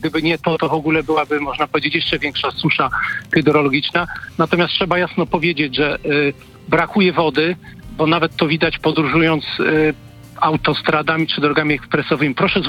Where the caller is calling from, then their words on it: Subcarpathian Voivodeship, Poland; ja dzwonię z Podkarpacia, okolicy Łańcuta.